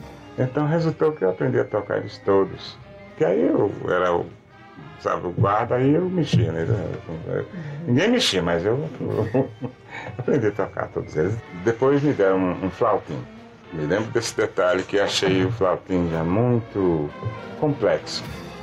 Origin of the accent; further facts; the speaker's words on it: Flores, Pernambuco, Brazil; moved away; Flores, Sertão, perto de Sertalhada, onde eu nasci. A cidade onde eu cresci, quando eu estudei, foi de onde saí, fugi de tudo.